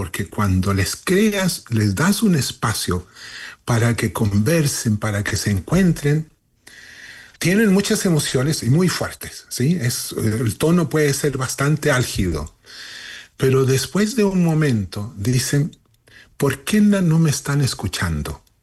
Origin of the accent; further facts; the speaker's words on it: Chile; now in Lillehammer, Norway; Soy chileno, sí. Y he estado primero en el exilio y después trabajando en forma voluntaria desde más de 50 años.